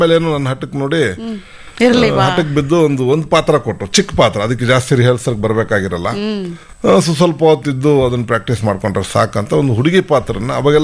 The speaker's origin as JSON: {"language": "Kannada", "town": "Hundrabalu", "region": "Karnataka", "country": "India", "tie": "born or raised there", "said": "ಈಗ ಚಾಮರಾಜನಗರ ಜಿಲ್ಲೆ ಕೊಳ್ಳೇಗಾಲ ತಾಲೂಕು ಹುಂಡ್ರಬಾಳು ಆಗಿದೆ. ಆ ಸಮಯದಲ್ಲಿ 7th ವರೆಗೂ ನಮ್ಮೂರಲ್ಲೇ ಸ್ಕೂಲ್ ಇತ್ತು."}